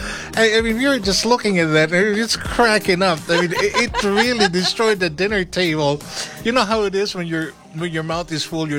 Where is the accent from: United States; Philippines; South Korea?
Philippines; I know we're Filipino, so we're emotional people